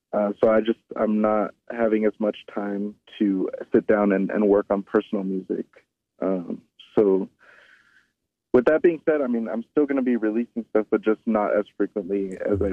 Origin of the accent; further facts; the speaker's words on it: California, United States; especially growing up in SoCal, like disconnected from everything.